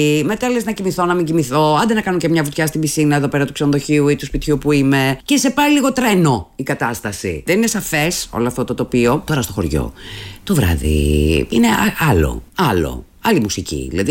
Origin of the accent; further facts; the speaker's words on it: Thessaloniki, Central Macedonia, Greece; σαν το χωριό μου ένιωθα. Θεσσαλονικιά η κοπέλα, το έχουμε πει αυτό.